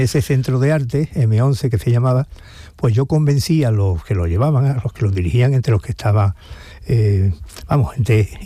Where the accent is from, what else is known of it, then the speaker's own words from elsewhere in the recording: Seville, Andalusia, Spain; Sí, yo soy de los típicos sevillanos que no les gusta mucho viajar.